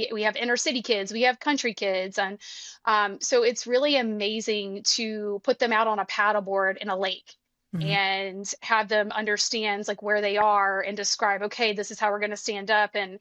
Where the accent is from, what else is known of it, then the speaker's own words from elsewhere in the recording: Alabama, United States; I'm from Alabama and I was around water all the time and I learned how to swim